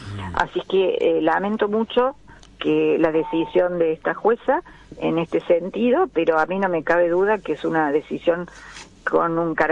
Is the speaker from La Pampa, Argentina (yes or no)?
no; Córdoba, Argentina; yo por ejemplo soy cordobesa